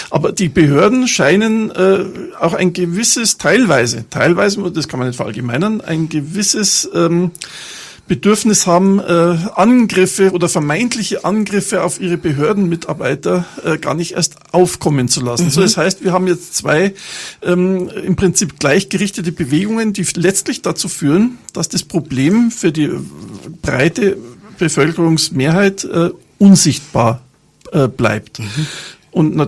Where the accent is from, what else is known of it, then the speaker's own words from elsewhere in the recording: Bavaria, Germany; born there; weil ich als geborener, gebürtiger Bayer natürlich solche Erfahrungen nicht mache.